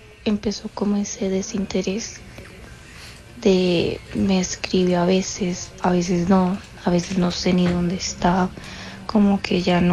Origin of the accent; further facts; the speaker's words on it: Valledupar, Cesar, Colombia; Yo soy de Valle de Par. Y yo lo conocí en una licorería.